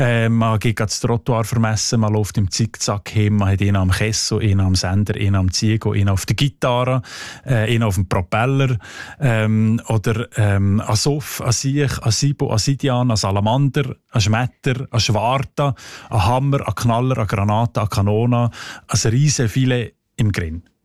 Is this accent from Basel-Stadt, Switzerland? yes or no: no; Fribourg, Switzerland; accent: Sensler German; Was für Redewendungen als die Leute im Seislerdeutschen, also in meinem Dialekt, brauchen für betrunken sein